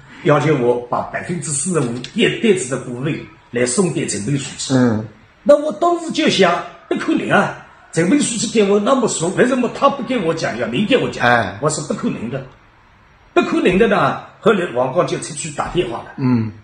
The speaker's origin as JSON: {"language": "Chinese", "region": "Zhejiang", "country": "China", "said": "尤其我们浙江人，号称浙商"}